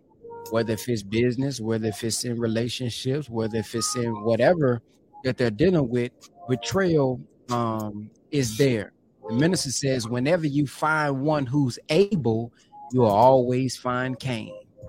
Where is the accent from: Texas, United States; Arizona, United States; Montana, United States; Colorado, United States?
Texas, United States; I'm from Texas